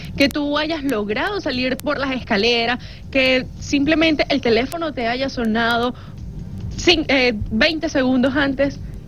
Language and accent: Spanish; Venezuela; Jamás como venezolanos hemos estado solos. Hemos vivido tanto y cada año o cada vez que nos pasa algo como venezolanos comprobamos que jamás hemos estado solos.